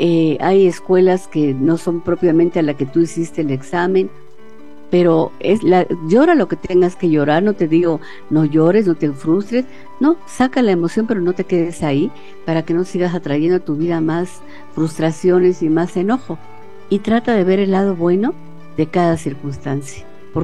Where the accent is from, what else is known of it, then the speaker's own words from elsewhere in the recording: Mexico; nos identifican como mexicanos